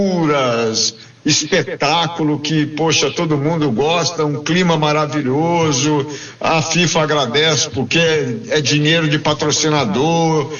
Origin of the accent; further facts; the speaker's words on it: Brazil; não sei se só para nós que somos brasileiros, né?